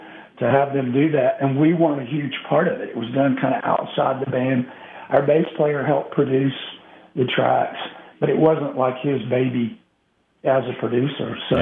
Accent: Texas, United States; born or raised there

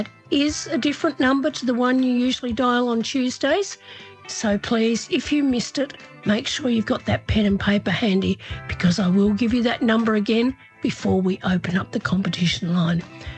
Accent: Horsham, Victoria, Australia; born or raised there

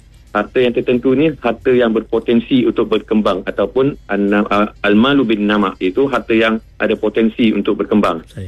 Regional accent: Seremban, Negeri Sembilan, Malaysia; Saya orang Seremban.

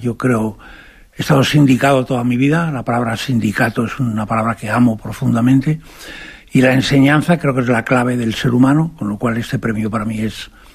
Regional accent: Castile, Spain; Yo soy castellano, además, entonces para mí es esencial este mundo entero de Castilla-La Mancha, que está tan implicado con el teatro clásico.

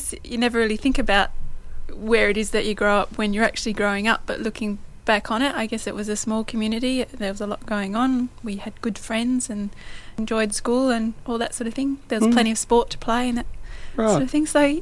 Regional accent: Manjimup, Western Australia, Australia; we lived in three different houses when we were in Manjimup, but the one I remember most was in Pritchard Street.

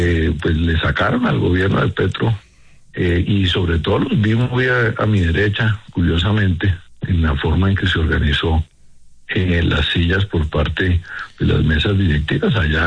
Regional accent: Colombia; tenemos el talante como colombianos

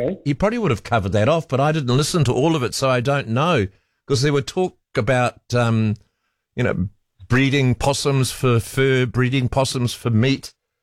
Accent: Waikato, New Zealand; now in Auckland, New Zealand; it was way cooler where I was growing up in the South Waikato. Way colder in winter

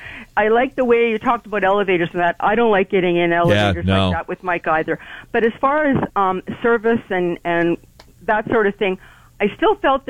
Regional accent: Toronto, Ontario, Canada; moved away; I grew up in Toronto and lived there all my life till we came here in 1991. And I worked hard at not having a Toronto attitude.

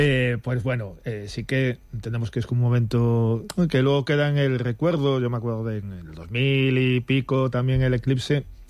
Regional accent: Galicia, Spain; vamos, yo soy gallego, entonces allí estamos acostumbrados al verde.

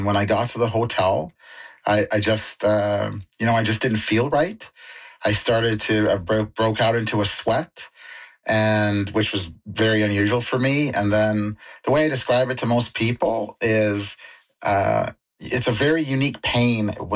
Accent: Maple Ridge, British Columbia, Canada; I'm from Maple Ridge and stuff like that.

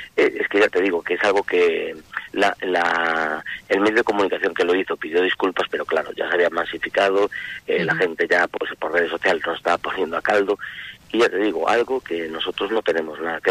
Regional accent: Ourense, Galicia, Spain; nosotros que somos de Ourense

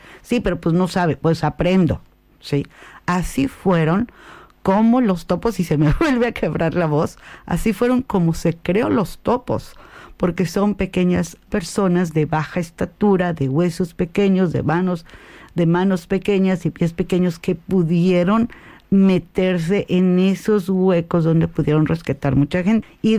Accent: Mexico; precisamente como mexicanos, como país que hemos vivido dos temblores bastante fuertes

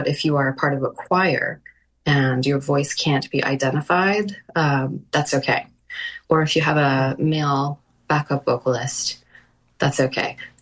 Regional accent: Iran; in the 90s, when I was growing up in Iran, it was considered like really bougie or weird if you're carrying an instrument case.

